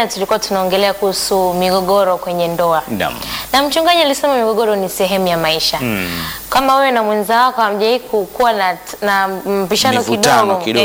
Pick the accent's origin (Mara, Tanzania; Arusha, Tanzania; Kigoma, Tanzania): Kigoma, Tanzania